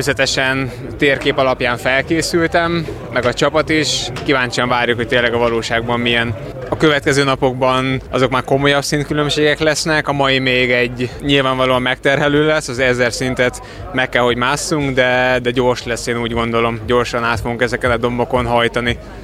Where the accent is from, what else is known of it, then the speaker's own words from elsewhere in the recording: Hungary; nagyon-nagyon jó érzés tényleg itt magyarként Magyarországon versenyezni.